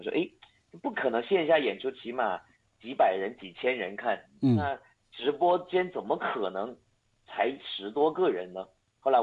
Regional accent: Meizhou, Guangdong, China; first language Hakka; Chinese is a second language; 我本身就土生土长的客家人

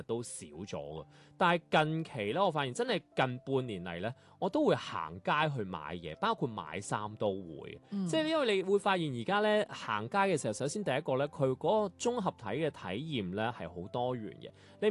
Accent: China; 其實作為中國人本身自己都好鍾意買買買。

